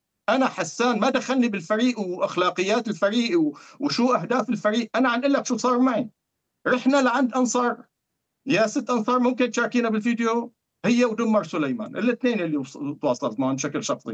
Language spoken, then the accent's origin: Arabic; Syria; يعني انا هيك عم افترض كسوري